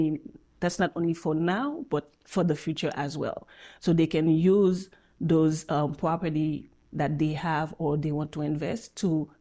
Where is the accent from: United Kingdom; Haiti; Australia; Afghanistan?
Haiti; now in United States; I'm an immigrant myself. I'm from Haiti